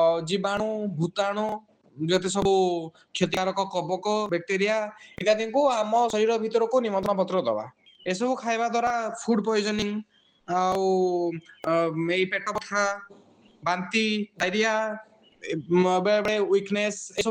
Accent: Mayurbhanj, Odisha, India; ମୁଁ ମୟୂରଭଞ୍ଜର ବାସିନ୍ଦା, ବର୍ତ୍ତମାନ ମୁଁ ଆସାମ ବିଶ୍ୱବିଦ୍ୟାଳୟରେ ଶିକ୍ଷା ବିଭାଗ ଛାତ୍ର।

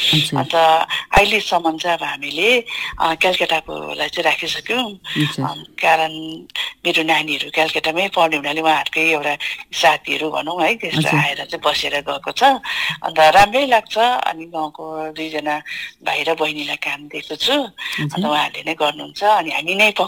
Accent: West Bengal, India; मेरो मारिबुङ T street.

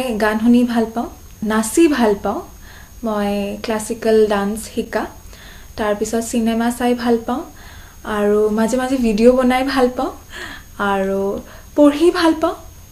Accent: Guwahati, Assam, India; also born or lived in Delhi; মোৰ জন্ম গুৱাহাটীতে। মই স্কুলিং কৰিছোঁ ছেইণ্ট ষ্টিফেন স্কুল গুৱাহাটী, খ্ৰীষ্টান বস্তিত।

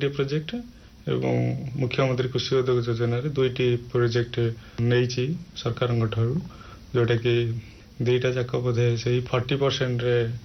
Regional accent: Indupur, Odisha, India; ଯେହେତୁ ମୋ ଗାଁ ଇନ୍ଦୁପୁର, ସେଠି ଆମର ପାଖାପାଖି 13 ଛତୁ ମଞ୍ଜି ୟୁନିଟ୍ ଅଛି।

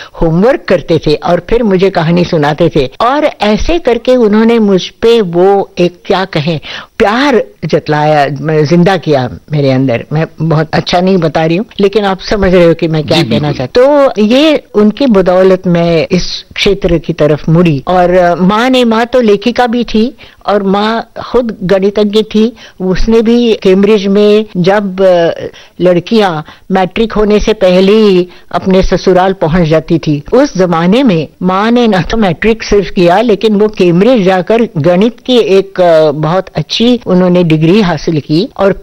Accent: Pune, Maharashtra, India; also born or lived in Lucknow; हाँ पुणे आ गई और नाना के पास, मतलब अपने पिता के पास, मेरे नाना अप्पा हम कहते थे। और तब से मैं उनकी छत्र छाया में पली बड़ी

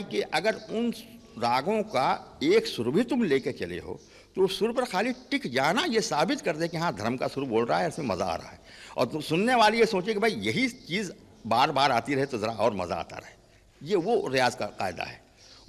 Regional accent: Varanasi, Uttar Pradesh, India; जैसे हमारी बोली है, अब हम हमारे बनारस के बोले कहा भैया कहाँ से आवत हुआ, कहाँ जात हुआ

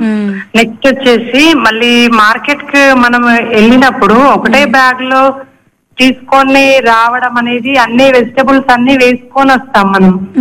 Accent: Sircilla, Telangana, India; మాది ఇక్కడ వచ్చేసి వర్కింగ్ కొనరావుపేట మండల్. మా ఊరు వచ్చేసి సిరిసిల్ల అండి.

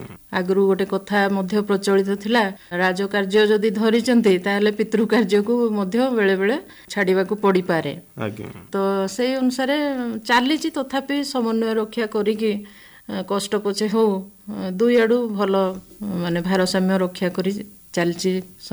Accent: Odisha, India; ସୁନ୍ଦରଗଡ଼ ଜିଲ୍ଲାର ଗୋଟେ ଗାଁ, ପ୍ରାକୃତିକ ସୌନ୍ଦର୍ଯ୍ୟ ପରିପୂର୍ଣ୍ଣ ସେ ଗାଁଟି ଭିତରେ ମୋର ଛୁଆବେଳ କଟିଛି।

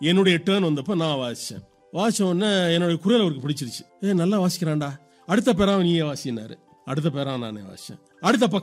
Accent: Tiruchirappalli, Tamil Nadu, India; நான் வந்து திருச்சி தான் எனக்கு சொந்த ஊர்.

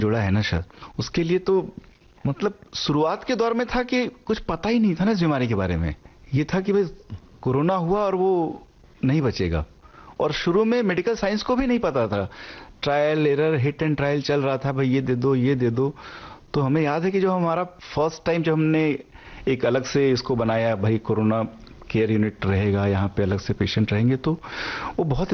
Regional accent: Prayagraj, Uttar Pradesh, India; also born or lived in Gorakhpur / Delhi; now in Mumbai, India; मैं रहने वाला प्रयागराज इलाहाबाद

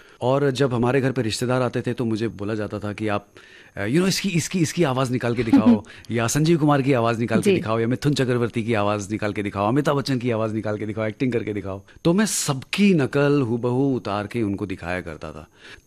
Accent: Srinagar, Jammu and Kashmir, India; now in Mumbai, India; क्योंकि बचपन आपका श्रीनगर में, मैं कश्मीरी पंडित हूँ, हम लोग श्रीनगर में पैदा हुए, वहाँ स्कूलिंग हुई, फिर उसके बाद हम जो वहाँ से निकले, फिर हम दूसरे, हम जम्मू में आकर स्थापित हो गए

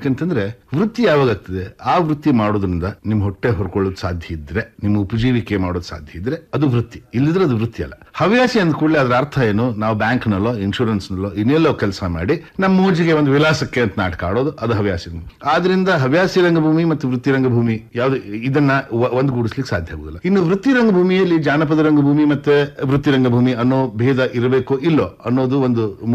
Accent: Sirsi, Karnataka, India; born there; ನಾನು ಸಣ್ಣವಿರ್ತ ನನ್ನ ತಂದೆಯವರು ಶಿರಸಿಯಲ್ಲಿ ಡಾಕ್ಟರ್ ಆಗಿದ್ರು

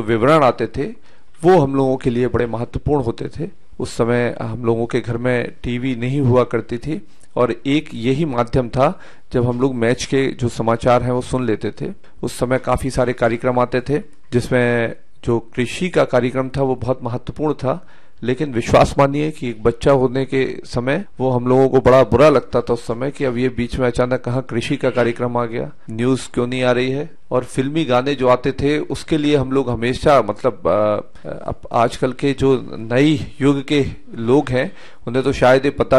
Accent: Chhatarpur, Madhya Pradesh, India; हमारे छतरपुर को सबसे बड़ी सौगात इस आकाशवाणी ने दी है, वो हमारे बोलने का लहजा है जो एकदम बदल के ही रख दिया।

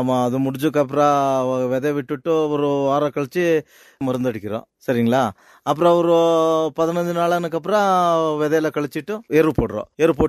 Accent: Thummanatti, Tamil Nadu, India; சொந்த ஊர் தும்நாடுங்க சார்.

